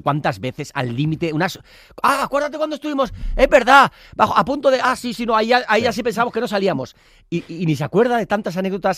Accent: San Sebastián, Basque Country, Spain

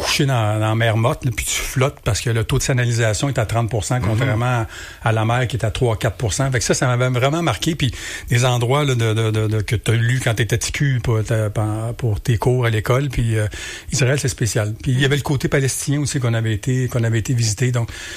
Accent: Montreal, Quebec, Canada; moved away as an adult; also born or lived in Mercier-Châteauguay; now in Granby, Canada; Moi, je suis né à Montréal. Fait que j'ai été élevé à Verdun là, pendant les 20 premières années de ma vie. Puis je suis arrivé à Granby. J'ai fait un petit séjour à Mercier-Châteauguay. Puis je suis arrivé à Granby au début des années 90.

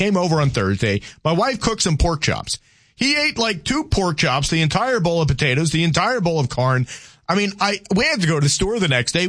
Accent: Louisiana, United States; moved away; But I mean, growing up in Louisiana, right, my folks are down there.

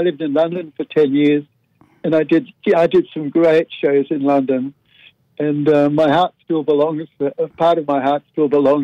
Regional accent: Melbourne, Victoria, Australia; I was born in Melbourne and around my family home in Canterbury in the east of Melbourne.

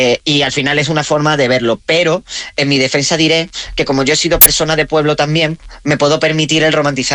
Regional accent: Rincón de la Victoria, Andalusia, Spain

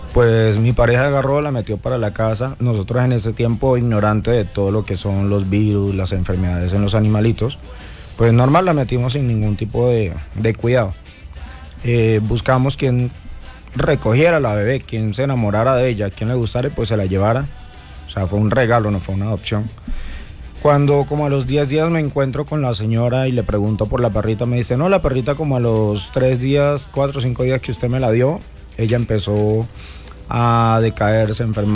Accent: Venezuela; moved away as an adult; also born or lived in El Playón, Santander, Colombia; now in Colombia; yo originalmente soy nacido en el municipio del Playón, pero por cuestiones de la vida me crié en Venezuela. Regresé hace me sacaron de acá, de Colombia, aproximadamente a los 4 años. Regresé hace 8 años ya, 8 años y medio.

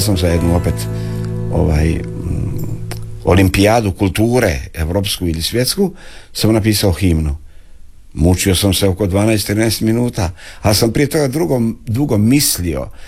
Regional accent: Šibenik, Šibenik-Knin County, Croatia; ja sam Šibenčanin, mi nismo ovako umilni

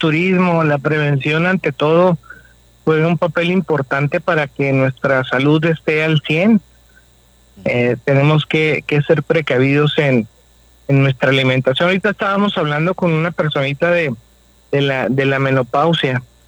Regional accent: Mexico; Nosotros como mexicanos, pues a quién no le gustan los taquitos, las fritangas.

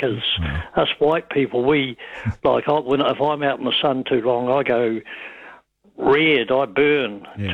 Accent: Dunedin, Otago, New Zealand; I was born and raised in Dunedin, and I'm still here. I haven't moved far, have I?

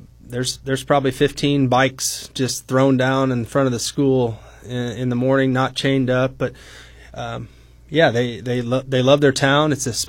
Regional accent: Lincolnwood, Illinois, United States; We have a co-op with Lincolnwood, which is my hometown stomping grounds.

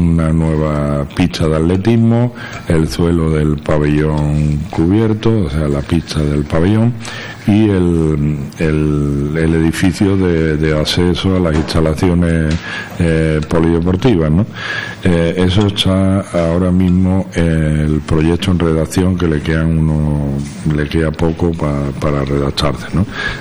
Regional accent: La Antejuela, Andalusia, Spain

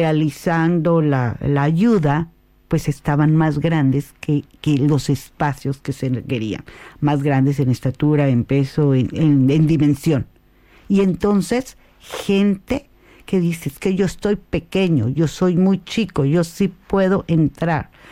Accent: Mexico; precisamente como mexicanos, como país que hemos vivido dos temblores bastante fuertes

